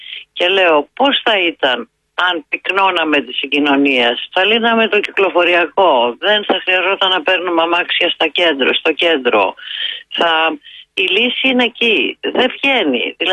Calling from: Vyronas, Attica, Greece

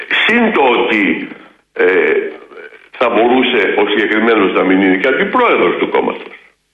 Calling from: Greece; Γιατί με θίγει σαν Έλληνας

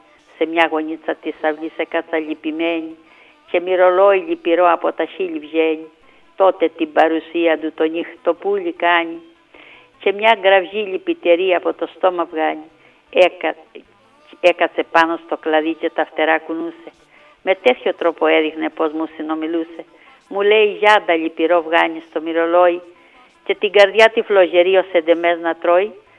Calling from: Crete, Greece

